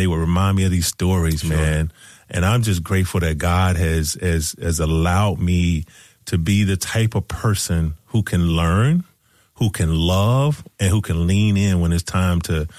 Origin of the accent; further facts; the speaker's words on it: Georgia, United States; My family's in Georgia, and a lot of friends I grew up are in Georgia.